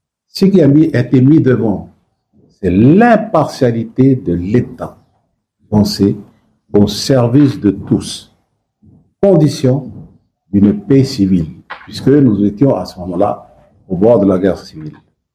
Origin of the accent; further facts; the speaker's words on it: New Caledonia; ainsi que donc à leur relais politique ici, chez nous, en Nouvelle-Calédonie